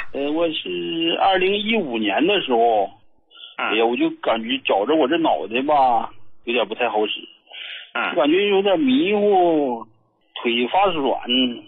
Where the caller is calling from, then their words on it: Harbin, Heilongjiang, China; 我是哈尔滨的朋友。